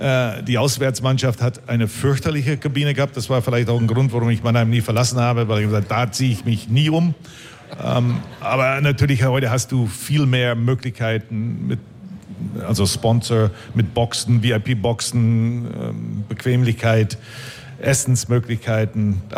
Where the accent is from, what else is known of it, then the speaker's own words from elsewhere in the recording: Winnipeg, Manitoba, Canada; moved away; als ich als Jugendlicher in Winnipeg aufgewachsen bin.